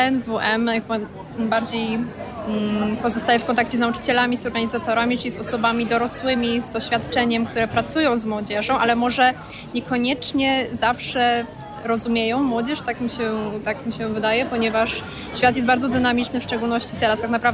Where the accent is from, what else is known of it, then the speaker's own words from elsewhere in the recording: near the German border, Poland; pochodzę z miejscowości blisko granicy z Niemcami, ale wydaje mi się, że wciąż jest jakiś niewykorzystany potencjał w tym regionie.